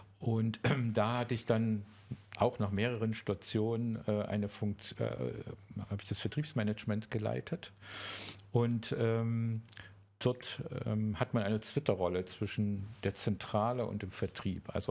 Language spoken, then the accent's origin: German; Saxony, Germany; now in Berlin, Germany; So, als Sachse war Berlin so weit weg, habe ich gesagt, da möchte ich nicht hin.